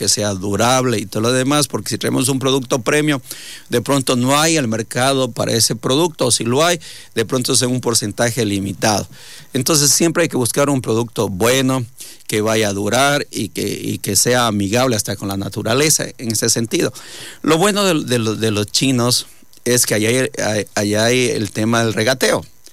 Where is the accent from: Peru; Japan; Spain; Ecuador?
Ecuador; nosotros tenemos el tema como ecuatorianos